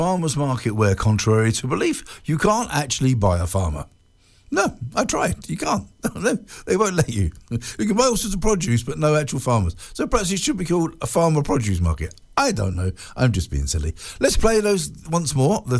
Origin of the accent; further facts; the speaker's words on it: London, United Kingdom; moved away; I'm from that area. That's where I was brought up. I'm from Notting Hill, well, Ladbroke Grove, and all down there. So that was my home stomping ground.